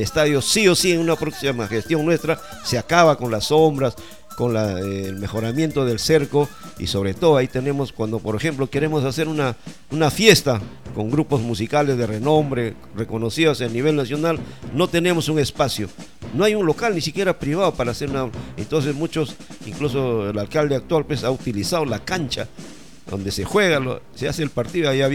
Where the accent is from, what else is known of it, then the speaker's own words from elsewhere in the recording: Mazamari, Junín, Peru; soy masamarino, nací, crecí acá, mis hijos también nacieron acá y son masamarinos